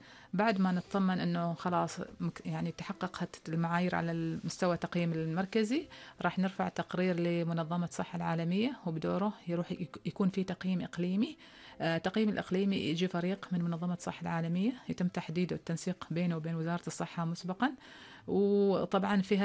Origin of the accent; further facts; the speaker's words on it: Oman; سلطنة عمان الحين عندنا 6 مدن صحية